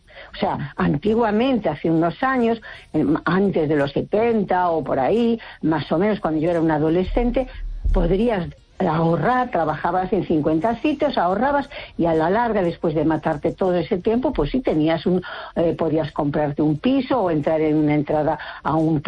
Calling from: Vigo, Galicia, Spain

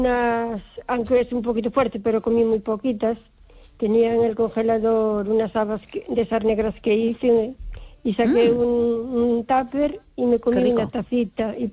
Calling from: O Carballiño, Galicia, Spain; de Carballiño.

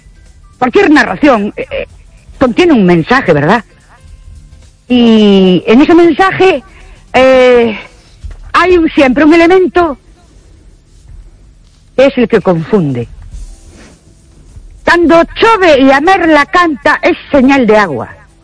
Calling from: Valencia, Valencian Community, Spain; Hola, buenas noches. … de Valencia otra vez.

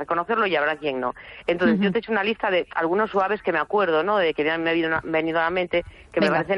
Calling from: A Coruña, Galicia, Spain; de La Coruña.

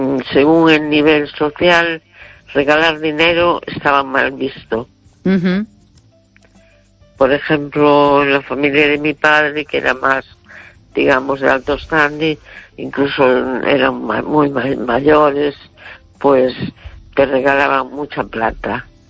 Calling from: A Coruña, Galicia, Spain; de La Coruña.

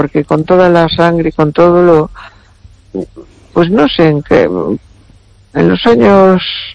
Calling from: A Coruña, Galicia, Spain; de Coruña.

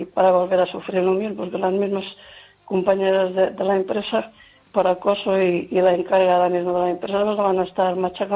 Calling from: Lugo, Galicia, Spain

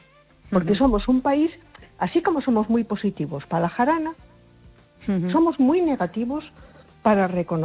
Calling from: Spain

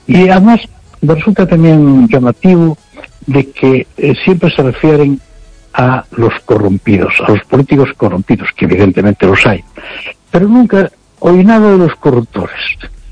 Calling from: Noia, Galicia, Spain; Hola, buenas noches

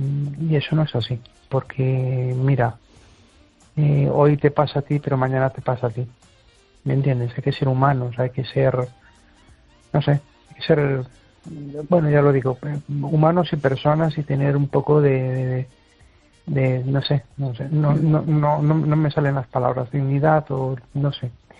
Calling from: Amoeiro, Galicia, Spain; de Amoeiro.

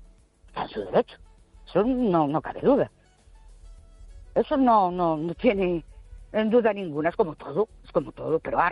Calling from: Ourense, Galicia, Spain; de Ourense.

